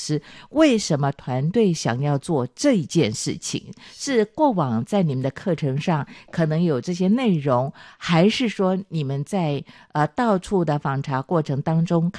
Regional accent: Chiayi, Taiwan; 我的老家在嘉义

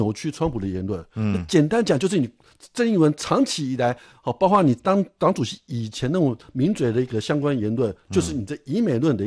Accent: Taiwan; 一旦中国打我们台湾的时候

